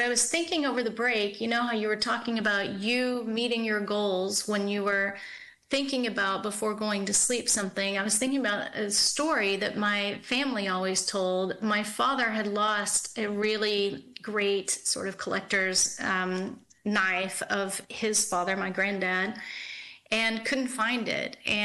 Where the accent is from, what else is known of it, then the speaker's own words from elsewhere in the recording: Texas, United States; I grew up in Texas and he found it.